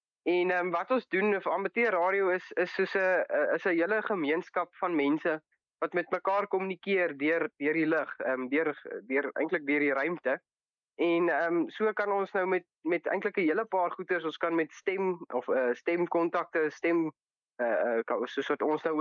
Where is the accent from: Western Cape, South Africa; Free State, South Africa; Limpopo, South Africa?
Free State, South Africa; Bloemfontein; ek is hier in Medikliniek gebore hier in Bloemfontein. Ek is nog al die jare hier so, nog steeds hier in Bloemfontein. Ek was op die kleuterskool, was ek in Tinktinkieland en in laerskool was ek by Willem Posma. En hoërskool is ek nou in Hoërskool Sentraal.